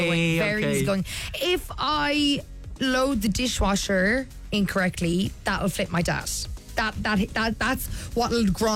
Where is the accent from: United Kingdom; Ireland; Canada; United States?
Ireland; Limerick, Munster; now in Dublin, Ireland; because obviously I live up in Dublin, I'm from Limerick, you go home and you realise all these little things.